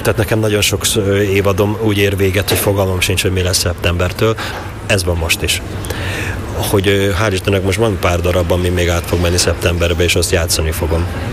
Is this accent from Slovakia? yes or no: yes; Nové Zámky, Nitra Region, Slovakia; now in Budapest, Hungary; Hát én újvári vagyok, hát felvidéki vagyok, igen. Tehát, hogy az van. Sosem leszek budapesti, mert itt nincsenek gyökereim